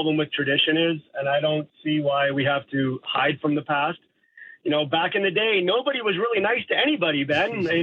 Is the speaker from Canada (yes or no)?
yes; Canada; Right, but at the end of the day, we're all Canadian